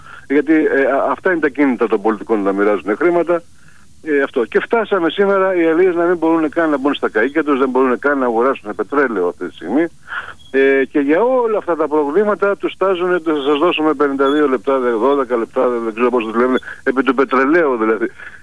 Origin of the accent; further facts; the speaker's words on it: Ikaria, North Aegean, Greece; Φανταστείτε, εγώ τώρα είμαι από την Ικαρία, ταξιδεύω σε όλο το Αιγαίο πόσα χρόνια εδώ πέρα.